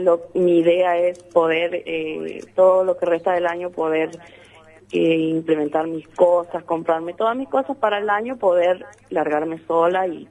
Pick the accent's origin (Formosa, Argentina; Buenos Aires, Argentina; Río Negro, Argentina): Formosa, Argentina; Las Lomitas; Yo soy de acá de Las Lomitas.